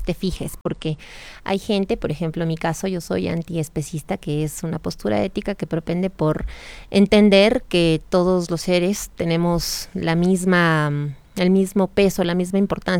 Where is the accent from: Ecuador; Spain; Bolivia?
Ecuador; Quito, Pichincha; Yo soy del sur de Quito.